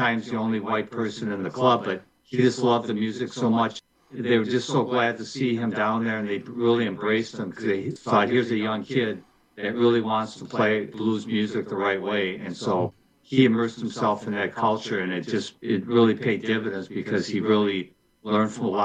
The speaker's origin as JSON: {"language": "English", "town": "St. Paul", "region": "Minnesota", "country": "United States", "tie": "born or raised there", "also_born_or_lived": "St. Anthony / Los Angeles", "said": "little suburb called St. Anthony, literally a few blocks outside the city limits of Minneapolis. But I grew up in St. Paul, and I've been here all my life"}